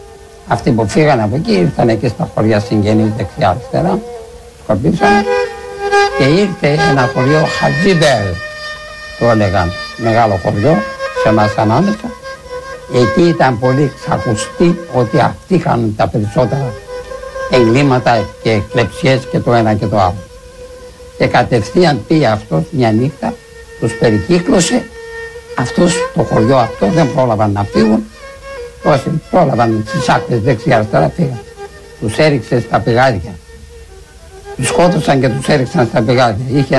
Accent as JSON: {"language": "Greek", "town": "Poroia", "region": "Central Macedonia", "country": "Greece", "tie": "born or raised there", "said": "ακόμα στο χωριό μου εδώ στα Πορόγια"}